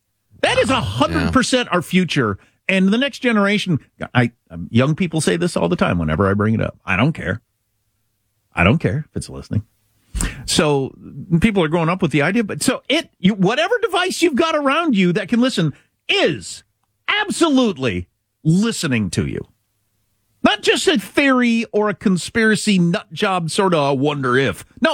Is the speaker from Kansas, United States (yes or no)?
yes; Kansas, United States; I'm from Kansas